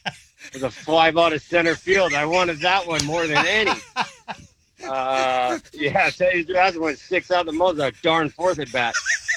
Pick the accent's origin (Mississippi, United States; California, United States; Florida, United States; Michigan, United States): California, United States; I grew up in the Bay Area, Northern California. So I grew up watching him manage, right?